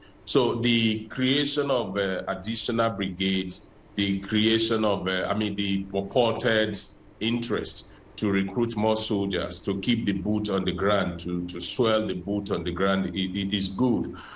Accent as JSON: {"language": "English", "country": "Nigeria", "said": "As a Nigerian and as a professional, I'm not happy that in the last decad"}